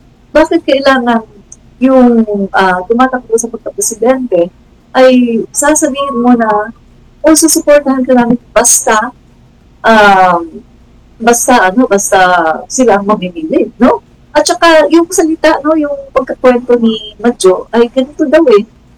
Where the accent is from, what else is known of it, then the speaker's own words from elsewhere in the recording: Mindanao, Philippines; hindi namin alam si Duterte, pero taga Mindanao kami ah. Nag-migrate na lang.